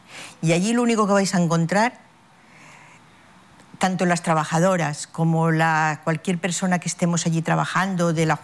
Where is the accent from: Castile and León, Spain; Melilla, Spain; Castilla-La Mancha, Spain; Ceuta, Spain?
Castile and León, Spain; León; Yo soy de León